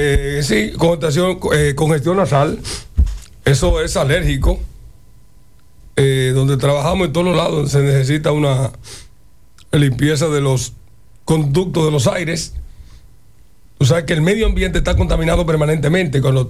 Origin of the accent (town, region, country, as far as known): San Juan de la Maguana, San Juan, Dominican Republic; born or raised there; now in Santo Domingo, Dominican Republic